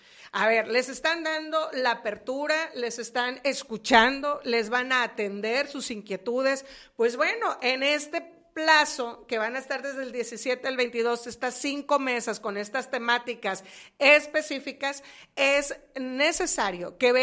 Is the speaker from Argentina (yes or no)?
no; Ohuira, Sinaloa, Mexico; y que soy de ahí de Ohuira, ¿no?